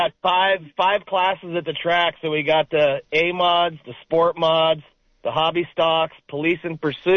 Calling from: Santa Cruz, California, United States; from Santa Cruz, number 83.

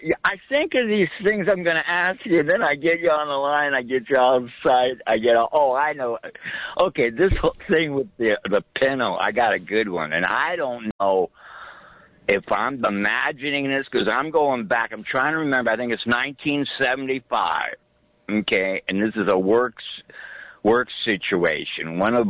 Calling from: Santa Cruz, California, United States

